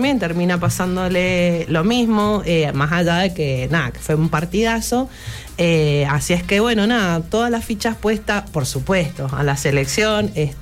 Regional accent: Argentina; now in Mendoza, Argentina; nosotros como argentinos resistimos hasta el final

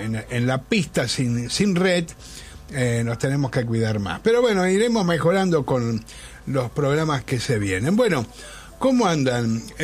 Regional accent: Buenos Aires, Argentina; Yo soy porteño, nacido y criado. Amo profundamente esta ciudad, amo a Buenos Aires

